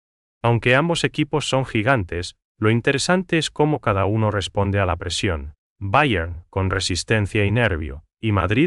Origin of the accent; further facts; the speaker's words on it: Paraguay; En Paraguay también tenemos jóvenes con potencial